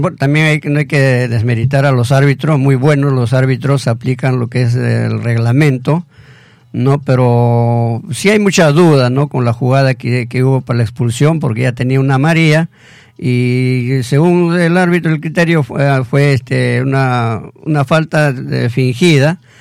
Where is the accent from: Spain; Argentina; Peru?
Peru; Mangas, Ancash; born there; now in Lima, Peru; mi pueblo de Mangas, acá en Lima